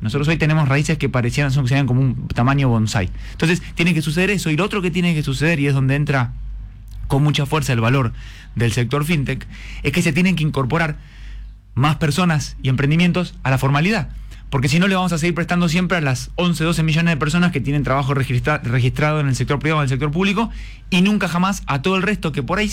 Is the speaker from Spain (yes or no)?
no; Argentina; nosotros como argentinos